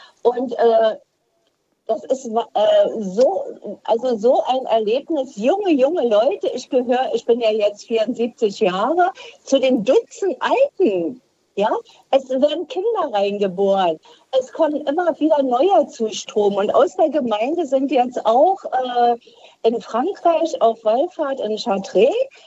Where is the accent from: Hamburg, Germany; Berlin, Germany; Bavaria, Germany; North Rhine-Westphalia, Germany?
Berlin, Germany; weil ich bin Jahrgang 51 und meine Heimatgemeinde bis 1979 war St. Mauritius in Berlin-Lichtenberg, umgeben von der Stasi.